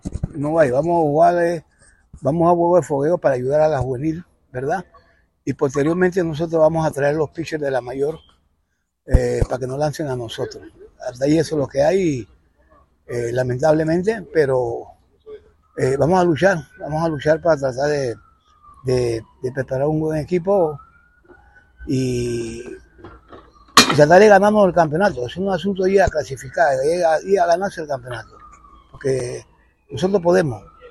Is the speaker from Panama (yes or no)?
yes; Panama; Todos somos panameños